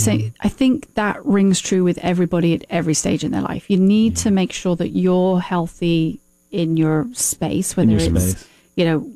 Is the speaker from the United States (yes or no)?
no; United Kingdom